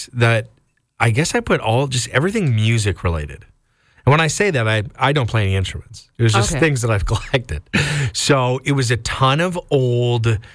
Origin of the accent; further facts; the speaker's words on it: Waterloo, Ontario, Canada; now in Barrie, Canada; I had to travel back to my hometown, Waterloo